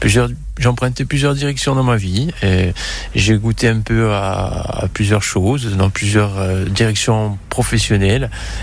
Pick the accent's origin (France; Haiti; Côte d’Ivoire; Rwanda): France; Petreto-Bicchisano, Corsica; je suis originaire de Petrito-Béquizade.